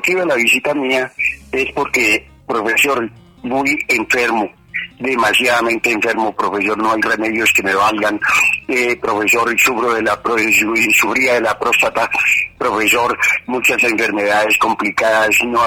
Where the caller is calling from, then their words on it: Concorná, Antioquia, Colombia; Lo llamo de aquí, Concorná, Antioquia